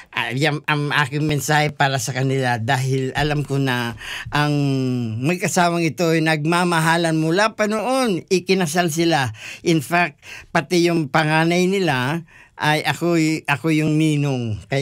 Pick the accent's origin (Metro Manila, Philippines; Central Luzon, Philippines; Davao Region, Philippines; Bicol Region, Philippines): Bicol Region, Philippines; first language Bicol; Tagalog is a second language; now in Melbourne, Australia; alam naman ng karamihan dito sa Melbourne na ang native tongue ko is not Tagalog. Bicol. Ang aking salita, Bicol.